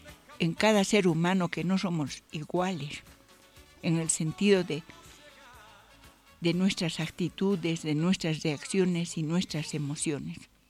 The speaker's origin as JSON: {"language": "Spanish", "country": "Bolivia", "said": "todos somos bolivianos."}